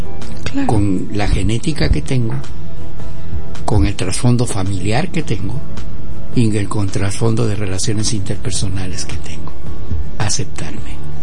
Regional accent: Cajamarca, Peru; porque yo soy de Cajamarca, de la sierra, y siempre … ¿no? Y entonces … porque yo soy indio

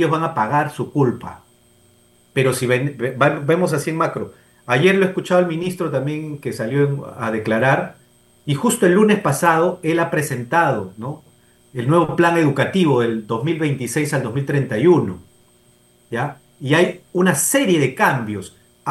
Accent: Peru; nosotros como padres peruanos

